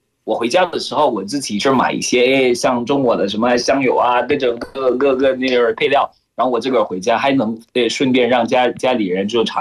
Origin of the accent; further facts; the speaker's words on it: Cameroon; Chinese is a second language; now in China; 然后我每次回家可能一两三天会觉得哦，我疯狂吃喀麦隆的美食，然后我说哎